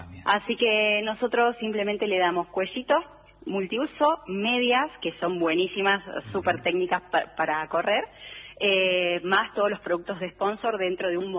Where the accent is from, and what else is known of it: Ushuaia, Tierra del Fuego, Argentina; born or raised there